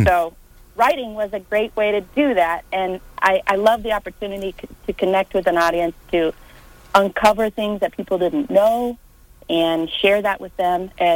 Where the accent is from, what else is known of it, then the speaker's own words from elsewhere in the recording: Concordia, Kansas, United States; Yeah, I grew up in the 80s and 90s and grew up on a farm just west of Concordia.